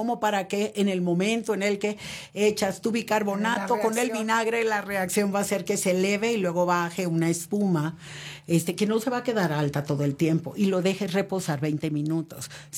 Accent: Tabasco, Mexico; Lo que pasa es que allá en mi pueblo dirían, en Tabasco, que hace tanto tanto calor, todo lo que esté frío vale, vale más.

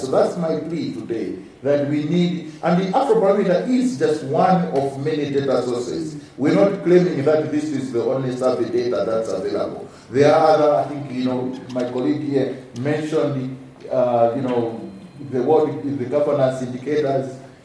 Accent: Malawi; I come from Malawi, and we've had fewer challenges for the past getting close to a year now.

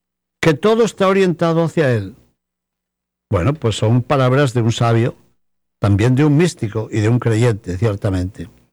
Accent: Spain; Hace pocos días, en mi tierra, en España, en el noroeste de España sobre todo, nuestros ciudadanos han tenido ocasión de presenciar un eclipse de sol.

